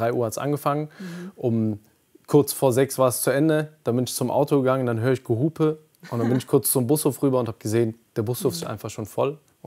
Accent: Aachen, North Rhine-Westphalia, Germany; Ein bisschen, als Aachener vor allem, ja.

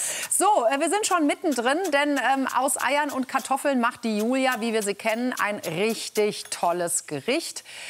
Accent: Frankfurt, Hesse, Germany; ich komme auch aus Frankfurt.

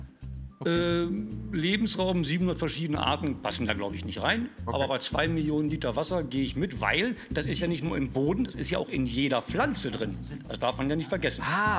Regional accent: Braunschweig, Lower Saxony, Germany; Ich komme aus Braunschweig.

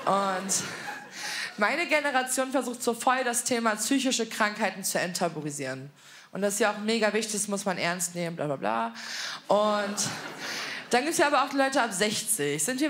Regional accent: Berlin, Germany; ich komme offensichtlich aus Berlin

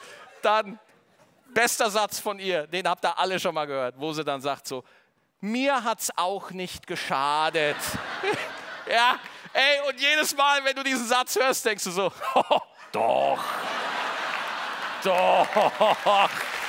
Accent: Straubing, Bavaria, Germany; born there; accent: Bavarian; ich bin in Straubing geboren

